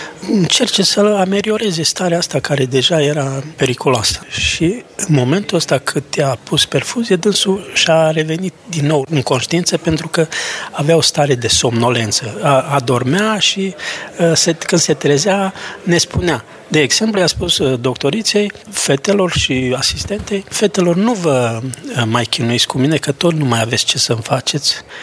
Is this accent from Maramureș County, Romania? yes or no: yes; Mireșu Mare, Maramureș County, Romania; în satul meu natal, de unde și el este, din Mireșul Mare